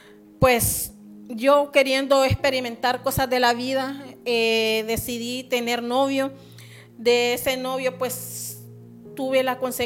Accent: El Progreso, Yoro, Honduras; soy del Progreso Lloro

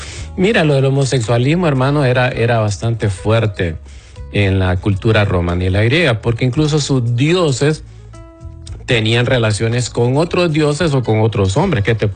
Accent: Honduras; mi país, Honduras

